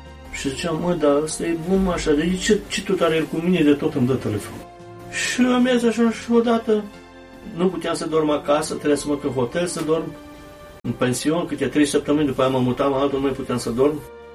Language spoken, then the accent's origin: Romanian; Kladovo, Southern and Eastern Serbia, Serbia; now in Vienna, Austria; Vin dintr-o familie creștină, ortodoxă. Așa ni se zice, nimeni nu merge la biserică. Vin din Serbia, unde se vorbește românește, Tladova îi zice, vis-a-vis de turnul Severin.